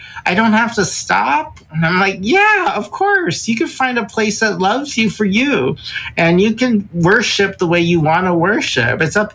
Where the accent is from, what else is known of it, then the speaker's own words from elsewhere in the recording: Philippines; But I think it's because we're both Filipino.